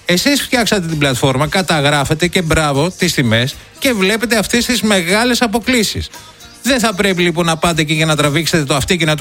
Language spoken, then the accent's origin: Greek; Ioannina, Epirus, Greece; τα Γιάννενα που είναι η πατρίδα μου είναι πανέμορφα